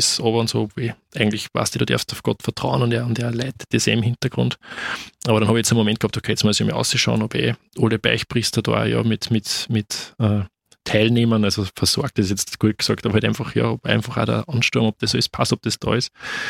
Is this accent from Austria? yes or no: yes; Wels, Upper Austria, Austria